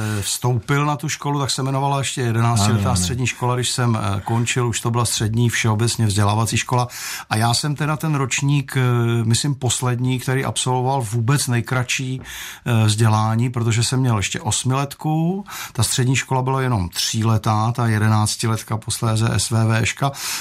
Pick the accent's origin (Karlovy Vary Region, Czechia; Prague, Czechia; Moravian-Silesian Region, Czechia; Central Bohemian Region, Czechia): Prague, Czechia; Bylo to v Praze, já jsem Vltavou křtěný Pražák a vlastně celé dětství jsme strávili na Vinohradech.